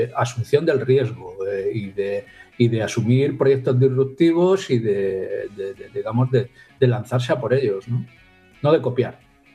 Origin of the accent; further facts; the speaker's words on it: Spain; soy europeo, soy español